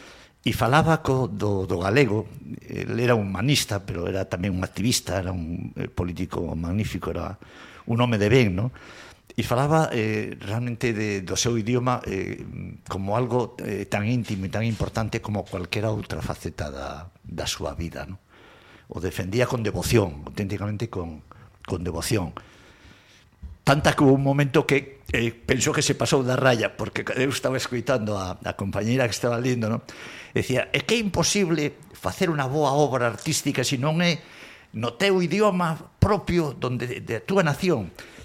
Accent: Vigo, Galicia, Spain; pues eu son … máis de galega, polo tanto, na miña casa se falaba básicamente en castelán, nos xesuitas de Vigo, onde estuve 11 años, se falaba absolutamente en castelán

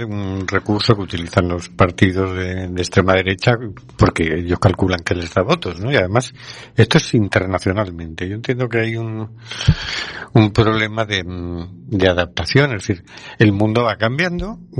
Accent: Valencia, Valencian Community, Spain; yo soy de Valencia

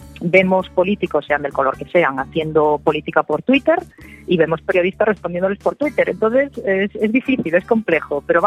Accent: A Coruña, Galicia, Spain; Ya sabes que sí, que Coruña es mi casa. Yo soy coruñesa

